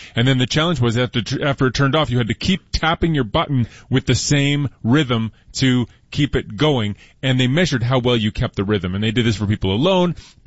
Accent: Edmonton, Alberta, Canada; I'm from Edmonton

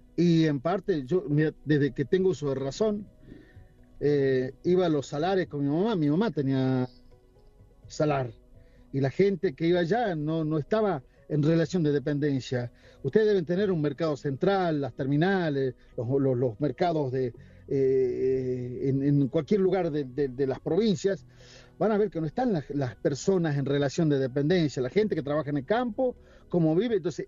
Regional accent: Argentina; estamos constantemente tratando de entender la política económica e ir para adelante como argentino, ¿no?

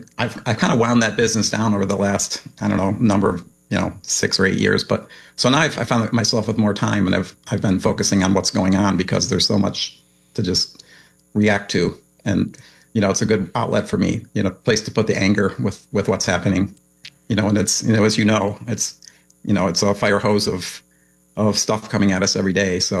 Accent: New York, United States; The Buffalo region. So I grew up there, and that's those are my roots.

